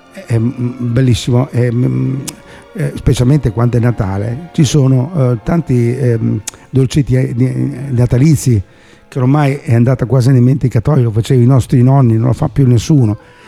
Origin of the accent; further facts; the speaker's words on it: Abruzzo, Italy; born there; now in Bologna, Italy; Io sono abruzzese da nascita, vabbè, anche se è 52, 53, non mi ricordo neanche più quanti anni che sono qui a Bologna